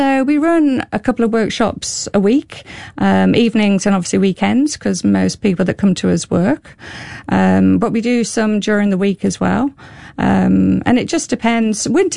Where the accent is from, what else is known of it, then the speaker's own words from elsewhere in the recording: England, United Kingdom; now in New Zealand; I'm English